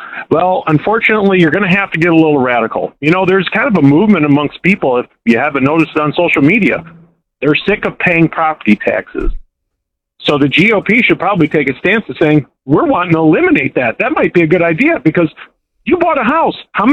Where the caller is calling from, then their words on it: Yorkville, Illinois, United States; I live in Kendall County.